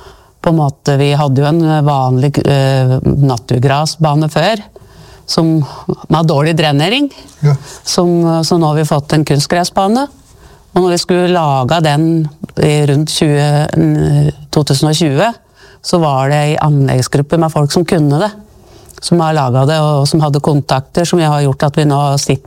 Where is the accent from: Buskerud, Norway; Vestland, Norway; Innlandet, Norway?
Innlandet, Norway; Reinsvoll; jeg husker jo når jeg vokste opp her på Reinsvoll, det var jo, alt var jo frivillig.